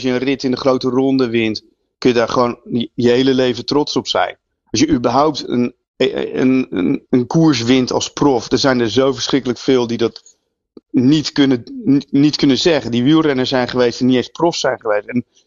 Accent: Netherlands; Voor de Nederlanders

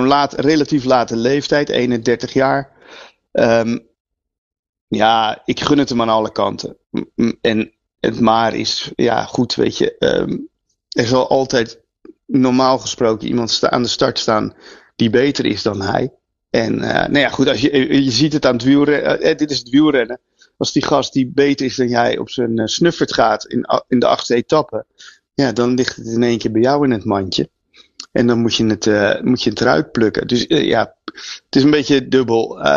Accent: Netherlands; Voor de Nederlanders, ja, we hebben er natuurlijk niet zo heel veel mee. Maar goed, wij zijn ook geen Spanjaarden.

